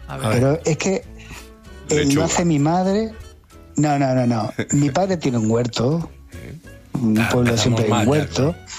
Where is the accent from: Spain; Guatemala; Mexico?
Spain; Pozo Alcón, Andalusia; moved away; Cuando vamos a mi pueblo, a Pozalcón